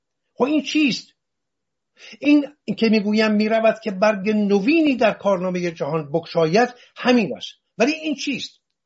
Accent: Iran

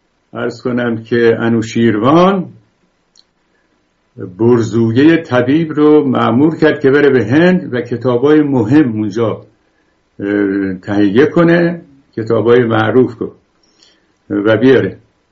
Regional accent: Iran; چون من خودم بختیاری هستم که به کسی بر نخورم

